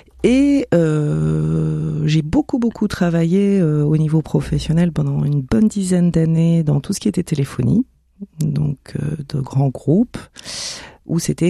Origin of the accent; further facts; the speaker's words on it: Djibouti; moved away as an adult; also born or lived in Somalia; now in France; Alors, moi, je suis née en Somalie. Je suis arrivée en France à l'âge de 18 ans. Auparavant, à Djibouti, j'étais à l'école de la nativité